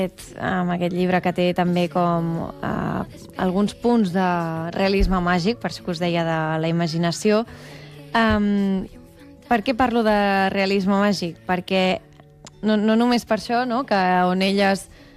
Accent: Martorell, Catalonia, Spain; jo sóc de Martorell, però tampoc és que vingui de l'altra punta del món.

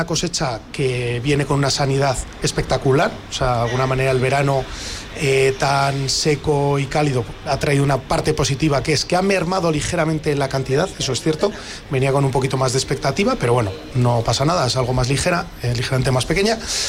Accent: Logroño, La Rioja, Spain; nosotros somos riojanos, yo me he criado en Logroño, aunque mi familia viene de Badarán

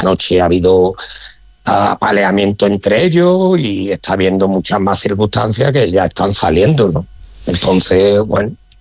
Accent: Seville, Andalusia, Spain; now in Ceuta, Spain; lo dice alguien que no ha nacido en Ceuta, ¿eh? Soy un sevillano, pero desde que llegué me di cuenta de muchas de las circunstancias que tiene que luchar Ceuta

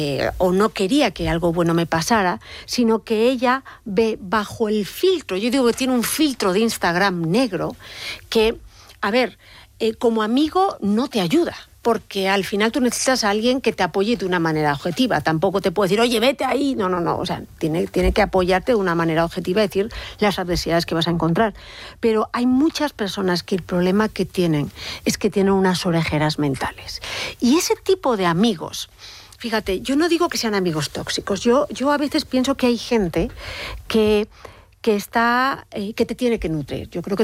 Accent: Madrid, Community of Madrid, Spain; Yo soy madrileña, y me acuerdo cuando me quería ir a Inglaterra a estudiar.

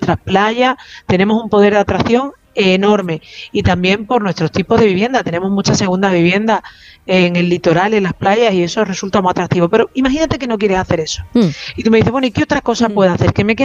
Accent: Andalusia, Spain; accent: Andalusian; El 80% de las casas cuevas que hay en Europa están en España y sobre todo en mi tierra, en Andalucía. Tú verás que siempre pongo el acento andaluz.

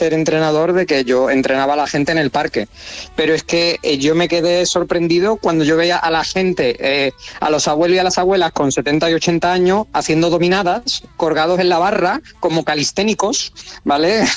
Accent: Seville, Andalusia, Spain; yo soy sevillano, yo soy de Sevilla

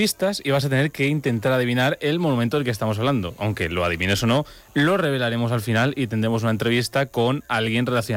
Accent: Torrijos, Castilla-La Mancha, Spain; Alonso de Covarrubias, que es paisano mío, sí, es de Torrijos.

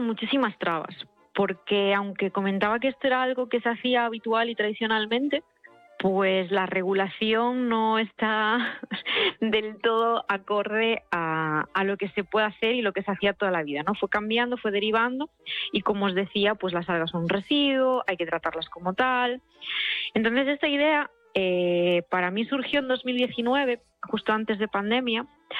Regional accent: Galicia, Spain; yo soy de Galicia y estamos muy ligados al mar.

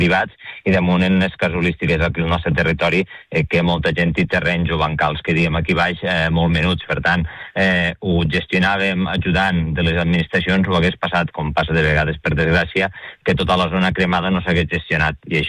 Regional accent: Paüls, Catalonia, Spain; Al meu poble, a Paüls, en concret, n'hi ha 2 empreses.

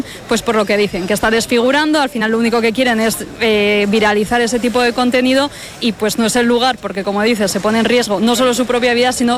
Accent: Navarre, Spain; lo majos que somos y los navarros

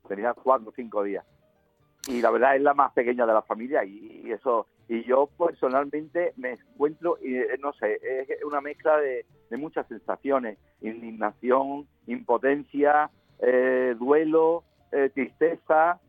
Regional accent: Ceuta, Spain; born there; moved away as an adult; now in Cádiz, Spain; soy caballo de nacimiento.

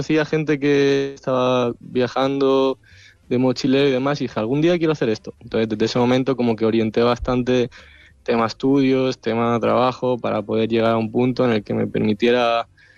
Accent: Terrassa, Catalonia, Spain; Yo soy de Tarrasa

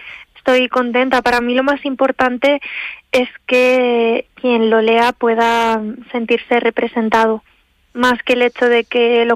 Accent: Teruel, Aragon, Spain; also born or lived in Barcelona province; No, crecí en Teruel, aquí en la capital.

